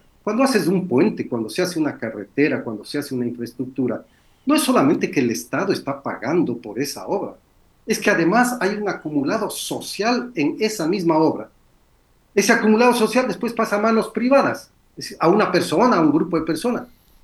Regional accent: Ecuador; now in Italy

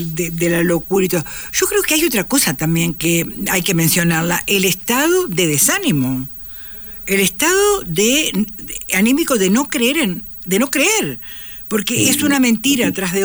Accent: Uruguay; yo soy vieja, como vos sabés, y soy uruguaya

